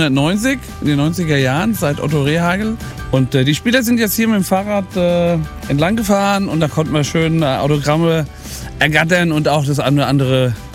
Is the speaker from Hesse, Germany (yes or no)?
yes; Hesse, Germany; Wir sind aus der Nähe von Frankfurt.